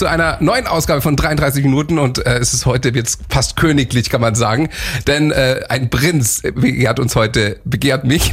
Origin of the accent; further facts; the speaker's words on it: Munich, Bavaria, Germany; moved away as an adult; now in Regensburg, Germany; ich bin auch in München groß geworden.